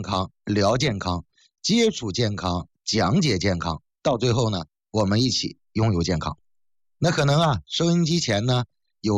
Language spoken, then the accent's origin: Chinese; Heilongjiang, China; accent: Northeastern (Dongbei); 我呢，土生土长的黑龙江人，大家听我讲话呀，应该能听得出来，这个普通话还算标准。可是呢，你如果要是细听，哎，你能够听到我有一定的